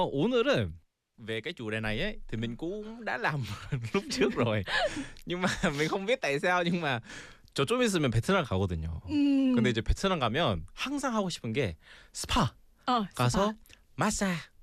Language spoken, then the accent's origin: Vietnamese; South Korea; also born or lived in Vietnam; Thì mình thì là Lai Hàn Việt. Mình thì sinh ra ở Hàn Quốc, quốc tịch thì Hàn. Nhưng mà cũng có là mẹ là người Việt ấy. Xong rồi mình đến đi Việt Nam khi lớp 1.